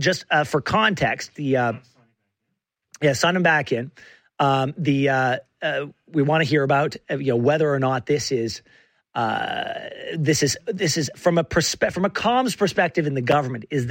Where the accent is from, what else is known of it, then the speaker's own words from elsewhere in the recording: Canada; I'm speaking as a Canadian.